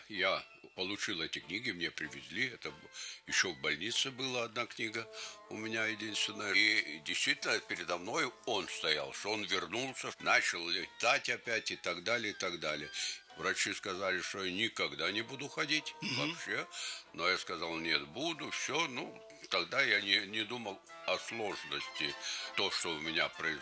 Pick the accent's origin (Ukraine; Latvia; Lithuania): Lithuania; accent: Lithuanian; first language Lithuanian; Russian is a second language; moved away; Я даже плохо по-русски говорил. И учеба у меня первая начиналась на литовские школы.